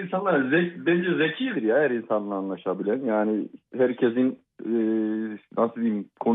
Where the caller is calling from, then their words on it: Sarıkaya, Yozgat, Turkey; Yozgat Sarıkaya.